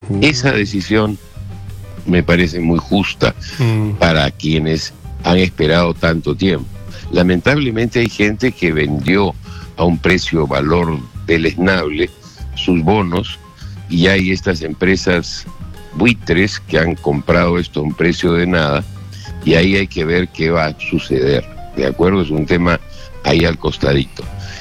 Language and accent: Spanish; Peru; como somos parientes peruanos